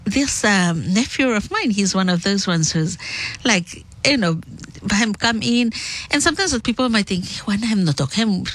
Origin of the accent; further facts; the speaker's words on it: Rennell and Bellona, Solomon Islands; I might be from Reynold Bellona. I might be a Polynesian, but my passport stated that I am a Melanesian because me come from the Solomon Islands.